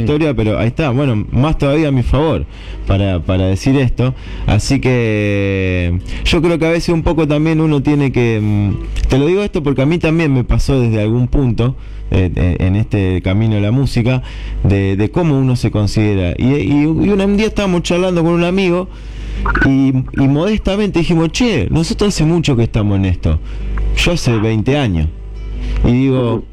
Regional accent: Acebal, Santa Fe, Argentina; No sé si han andado por Acebal, yo soy de Acebal.

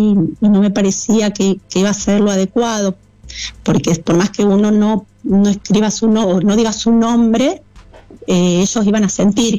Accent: San José de la Esquina, Santa Fe, Argentina; y en mi pueblo, yo soy de San José de la Esquina.

